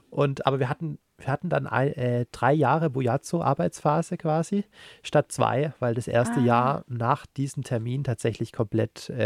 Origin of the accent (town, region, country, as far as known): Unterensingen, Baden-Württemberg, Germany; born or raised there